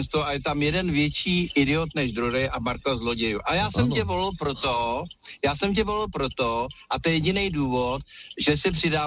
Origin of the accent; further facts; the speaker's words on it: Prague, Czechia; Prahy, ale já...